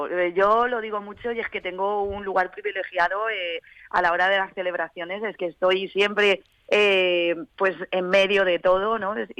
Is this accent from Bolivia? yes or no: no; Aspe, Valencian Community, Spain; No solo somos los de Aspe los que vamos a por nuestra patrona, sino hay mucha, hay familiares, hay amigos que vienen de otras poblaciones y que nos acompañan para llevarla en romería.